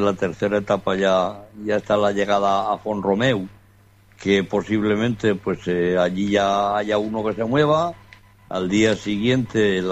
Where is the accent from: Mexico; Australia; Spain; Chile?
Spain; yo soy español